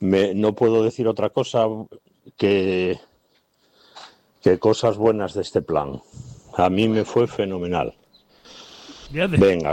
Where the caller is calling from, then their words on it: Asturias, Spain; de Asturias.